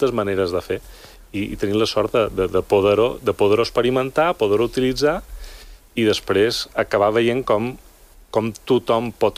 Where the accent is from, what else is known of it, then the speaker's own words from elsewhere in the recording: Balearic Islands, Spain; moved away as an adult; now in Barcelona, Spain; jo som de Mallorca